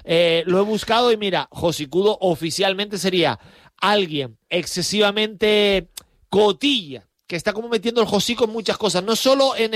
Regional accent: La Orotava, Canary Islands, Spain; moved away; yo soy de la Orotava, natural de un pueblo

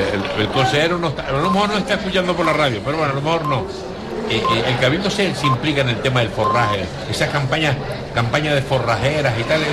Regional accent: Canary Islands, Spain

